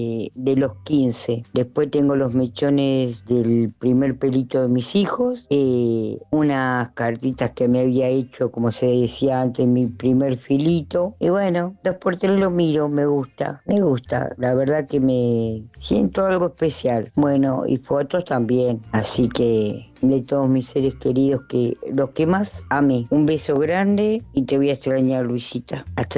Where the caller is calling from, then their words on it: Wilde, Buenos Aires Province, Argentina; de Wilde. Bueno, yo tengo 67 años.